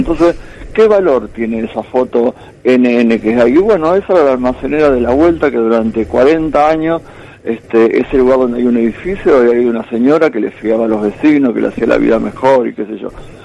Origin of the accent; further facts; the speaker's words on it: Santa Fe, Argentina; Yo soy de Santa Fe.